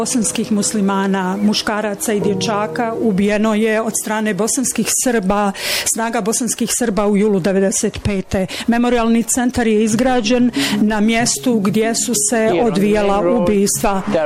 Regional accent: Srebrenica, Republika Srpska, Bosnia & Herzegovina; Mi smo izbjegli iz Srebrenice između 92. i 95. godine, ali 2003. godine odlučila sam se vratiti u Srebrenicu i pokušati da ponovo organizujem život ovdje.

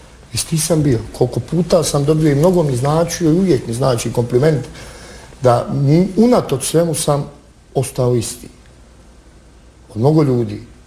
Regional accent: Bosnia & Herzegovina; bio sam samo ja kao Bosanac

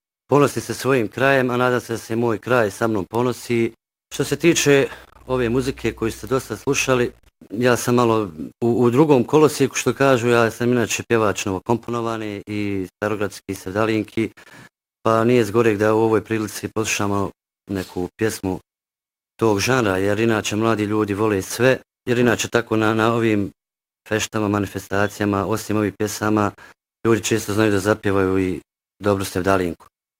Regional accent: Solakovići, Federation of Bosnia and Herzegovina, Bosnia & Herzegovina; dolazim iz Solakovića, mjesna zajednica Ljubina.

